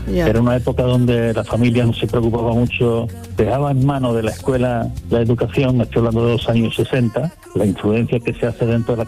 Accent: Nerva, Andalusia, Spain; Yo he sido maestro toda la vida, 44 años, maestro en Nerva, en mi pueblo natal.

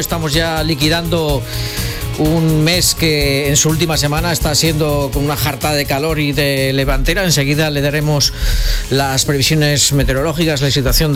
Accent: Catalonia, Spain; Yo soy catalán, también es otra enfermedad como la de ser jerezano.

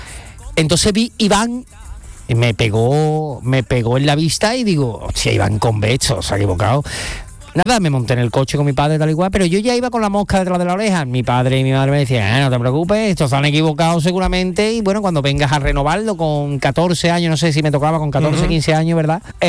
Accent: Alcalá de Guadaíra, Andalusia, Spain; also born or lived in Seville; Yo nací en el Virgen del Rocío. Pero bueno, mi residencia está en Alcalá de Guadaira desde pequeño. Soy alcalareño. Sevillano y alcalareño.

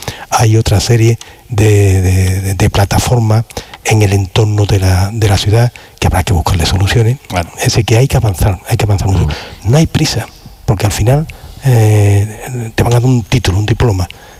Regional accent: Carmona, Andalusia, Spain; born there; Yo recuerdo de niño, yo escuché en Carmona a los mayores

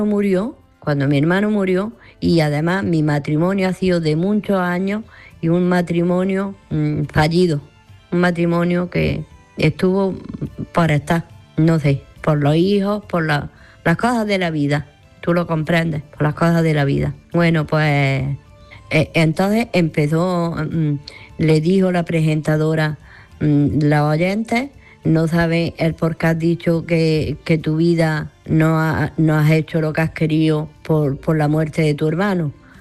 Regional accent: Granada, Andalusia, Spain

